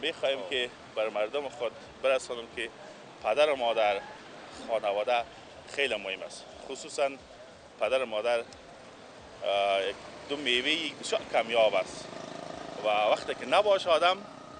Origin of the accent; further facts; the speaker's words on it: Baghlan, Afghanistan; اگر چه دور نیست این ولایت است، ما از بغلان هستیم، میبینیم گریانم میگیره،